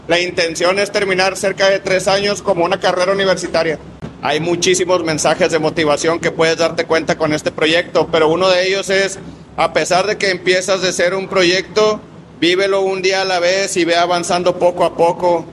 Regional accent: Santa Catarina, Nuevo León, Mexico; soy de Santa Catarina, Nuevo León.

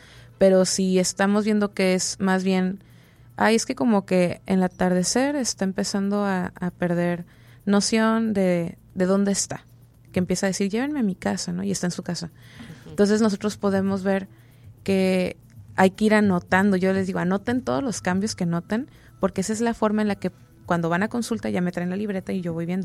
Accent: Mexico; por lo menos como mexicanos

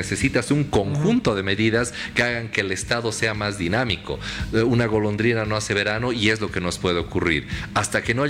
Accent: Bolivia

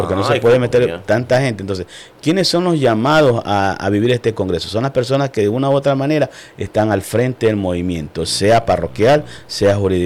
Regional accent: Manabí, Ecuador; como ecuatoriano y como manavita

